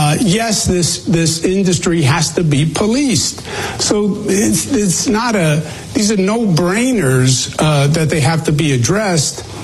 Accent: New York, United States; I'm a New Yorker, if you can't tell. New York, finance capital of the world.

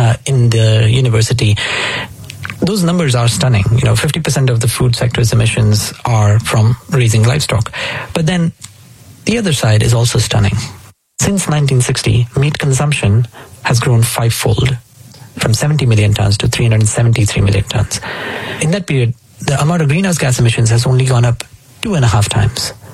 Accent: India; moved away as an adult; I grew up vegetarian in India. The first time I ate beef was when I came to this country studying in university.

